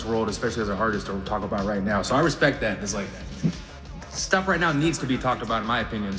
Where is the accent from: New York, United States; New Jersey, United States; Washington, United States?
Washington, United States; Seattle; growing up in Seattle, for me, being a grunge kid, like growing up in the grunge era, but living in the hood